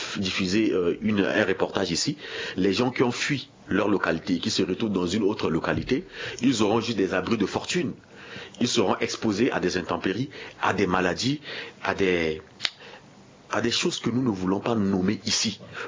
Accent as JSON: {"language": "French", "country": "Central African Republic"}